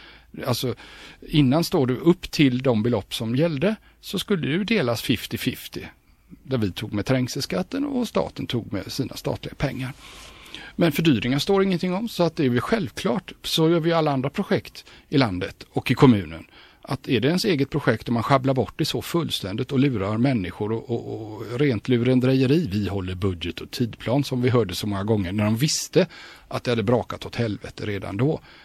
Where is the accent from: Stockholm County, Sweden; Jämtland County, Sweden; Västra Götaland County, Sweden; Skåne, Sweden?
Västra Götaland County, Sweden; Gothenburg; Alltså, det blir ju mycket värre än vad vi som alla göteborgare som var läskunniga.